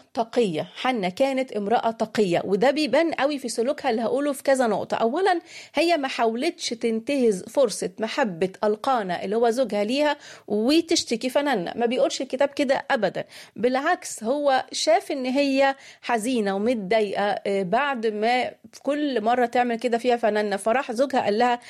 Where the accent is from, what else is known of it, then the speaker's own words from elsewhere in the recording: Egypt; عندنا في مصر